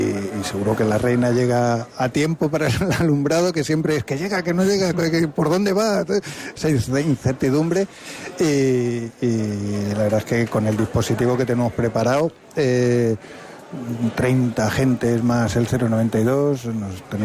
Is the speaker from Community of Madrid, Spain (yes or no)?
yes; Madrid, Community of Madrid, Spain; now in La Línea de la Concepción, Spain; Yo soy madrileño